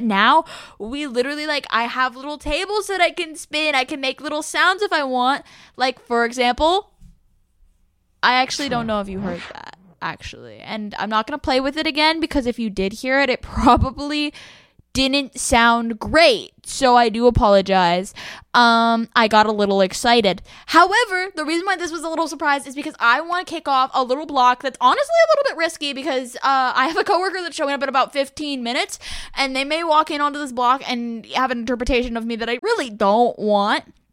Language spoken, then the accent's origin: English; United States